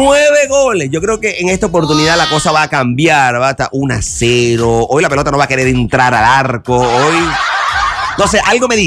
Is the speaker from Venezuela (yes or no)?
no; France; al PSG, mi equipo de mi país natal, Francia.